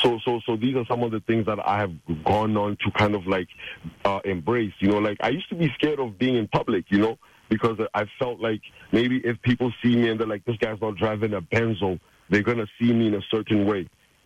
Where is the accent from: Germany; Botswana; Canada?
Botswana; Jwaneng, Southern District; You know, I grew up in Jwaneng amongst like a golden era pretty much that, you know, Debswana had ushered in and afforded us, you know. So we had a cosmopolitan, multicultural environment.